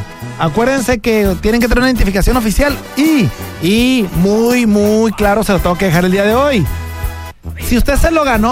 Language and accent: Spanish; Sinaloa, Mexico; esa otra parte está a un lado del pueblo donde soy yo.